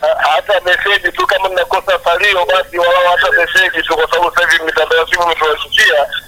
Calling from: Tanzania; natokea Pandora Sosia hapa.

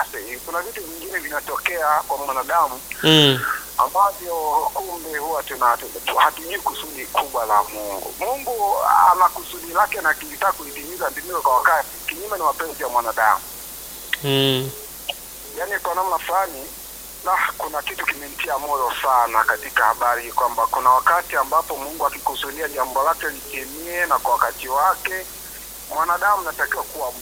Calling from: Buchosa, Mwanza, Tanzania; natoka Halmashauri ya Buchosa.

